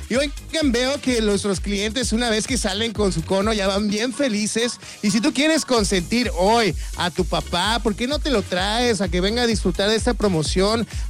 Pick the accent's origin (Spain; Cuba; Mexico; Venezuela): Mexico